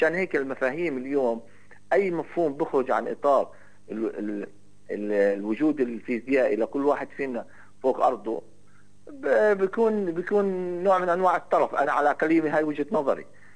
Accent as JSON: {"language": "Arabic", "country": "Palestine", "said": "احنا كفلسطينيين"}